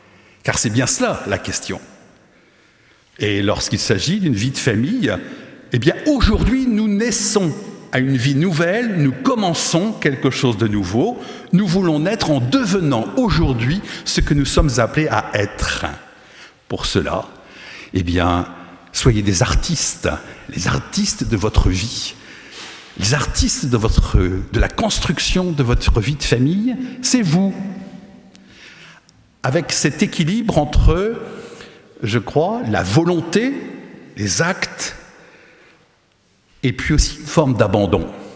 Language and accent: French; Nantes, Pays de la Loire, France; Moi, je suis Nantais d'origine. Tous les Nantais sortent dans la rue quand il pleut parce que ça fait du bien, n'est-ce pas?